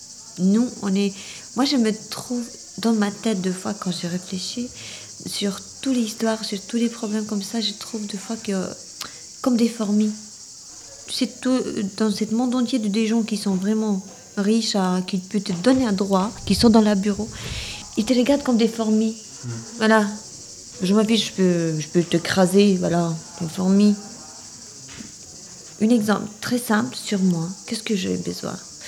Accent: Albania; French is a second language; now in France; Oui, mais je suis venue de l'Albanie.

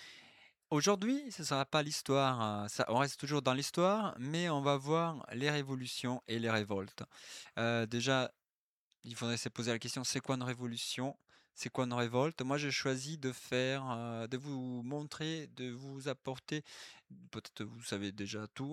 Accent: Italy; French is a second language; now in Avignon, France; je suis italien. Des fois, je n'arrive pas à prononcer comme je voudrais les mots en français.

